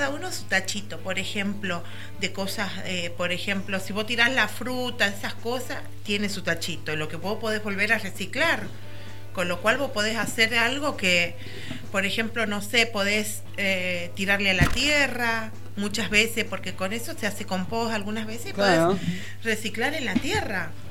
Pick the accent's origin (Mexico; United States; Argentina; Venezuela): Argentina; Los argentinos somos especialistas en romper reglas, en no cumplirlas.